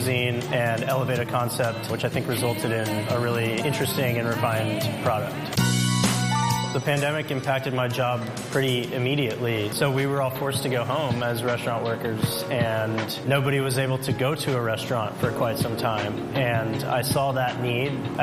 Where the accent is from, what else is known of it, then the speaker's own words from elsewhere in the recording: Houston, Texas, United States; also born or lived in Seattle, United States; I grew up in Houston, Texas. I actually went to University of Houston Bauer School of Business and I studied supply chain management. I moved to Seattle, Washington upon graduating and I worked for Amazon Fulfillment.